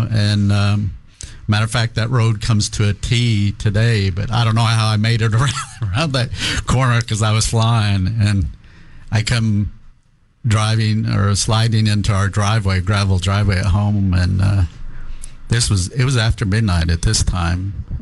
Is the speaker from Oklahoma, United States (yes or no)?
yes; Tahlequah, Oklahoma, United States; born or raised there